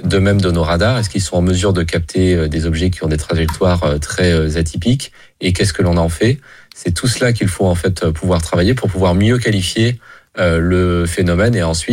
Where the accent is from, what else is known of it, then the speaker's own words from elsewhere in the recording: France; en tant que Français, en tant qu'Européens.